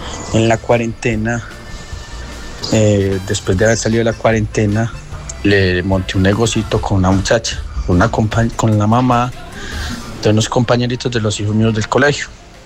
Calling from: Dosquebradas, Risaralda, Colombia; No, soy de Subile. Aquí reportando sintonía desde el barrio Los Naranjos, en Dos Quebradas.

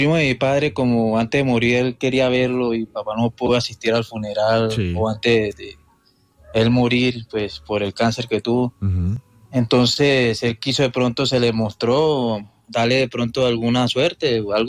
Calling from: Bogotá, Colombia; De Bogotá.

